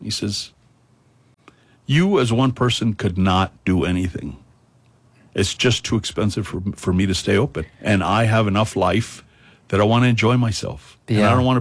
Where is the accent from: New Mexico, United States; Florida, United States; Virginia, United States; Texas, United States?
New Mexico, United States; Española; I look at my hometown. I grew up in Española.